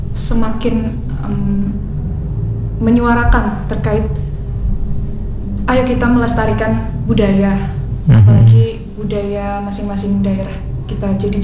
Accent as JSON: {"language": "Indonesian", "town": "Purbalingga", "region": "Central Java", "country": "Indonesia", "said": "saya kan berasal dari Purbalingga."}